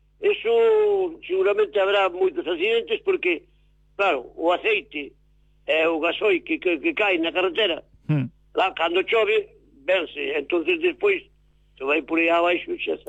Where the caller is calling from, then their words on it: Mourente, Galicia, Spain; En esto, Rúa dos Pradiños, aquí Mourente.